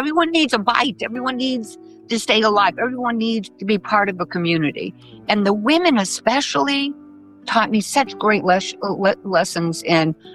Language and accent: English; Maine, United States; Because growing up in Maine, I knew one African-American family.